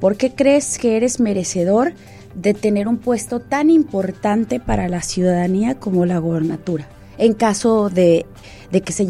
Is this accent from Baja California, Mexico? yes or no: yes; Baja California, Mexico; yo llegué aquí a los 2 años. Entonces, soy de aquí, ¿no? Soy Baja californiana.